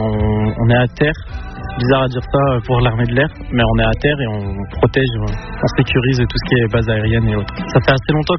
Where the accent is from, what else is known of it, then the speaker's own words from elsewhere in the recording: Lille, Hauts-de-France, France; j'ai 21 ans, je suis de Lille